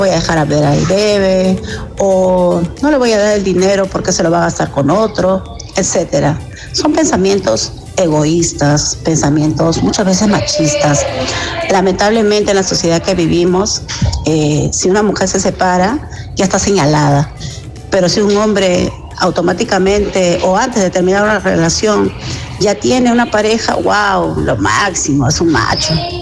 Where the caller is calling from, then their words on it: Lima, Peru; Muy buenos días, Angie. … de Cercado de Lima.